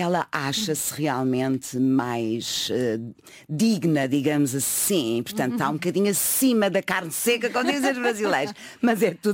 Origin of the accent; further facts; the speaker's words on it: Lisbon, Portugal; Porque eu nasci e cresci nos Olivais.